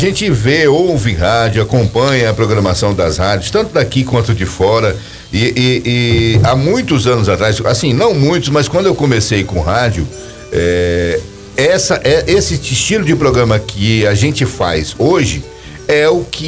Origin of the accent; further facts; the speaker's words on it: Goiás, Brazil; Não, eu sou goiano.